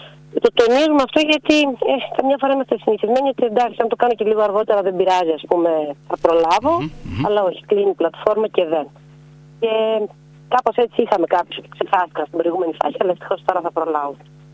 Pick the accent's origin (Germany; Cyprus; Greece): Greece; Trikala, Thessaly; moved away; στο χωριό μου, το Τρίκαλα